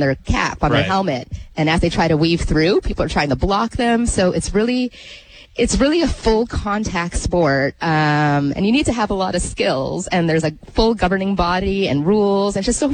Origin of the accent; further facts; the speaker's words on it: Kahnawake, Quebec, Canada; which is Mohawk, from Gunawage, just outside of Montreal.